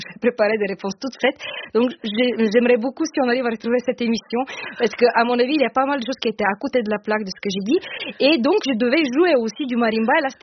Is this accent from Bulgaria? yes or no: yes; Bulgaria; French is a second language; now in France; quand je suis arrivée en France en 2004-2005, je n'avais pas encore un marimba 5 octaves, en fait, j'ai grandi en Bulgarie, dans une famille de musiciens